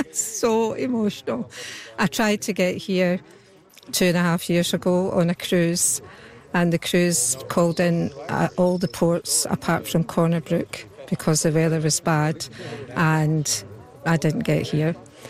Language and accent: English; Scotland, United Kingdom; from Scotland